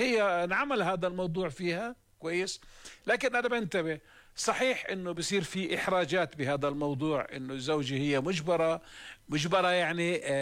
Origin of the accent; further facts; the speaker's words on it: Jordan; نحن كأردنيين كمجتمع أردني